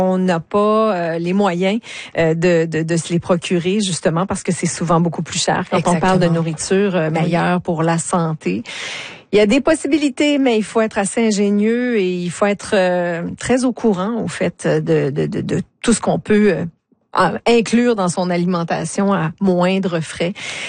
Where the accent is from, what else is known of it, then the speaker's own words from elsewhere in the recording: New Brunswick, Canada; cette réalité quand même assez préoccupante et percutante aussi chez nous, au Nouveau-Brunswick, la fréquentation des banques alimentaires dans la province.